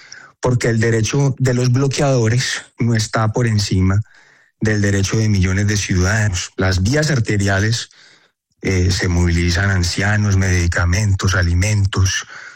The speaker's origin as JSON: {"language": "Spanish", "town": "Cali", "region": "Valle del Cauca", "country": "Colombia", "said": "Yo vengo de Cali, quiero explicar, digamos, el contexto de la situación."}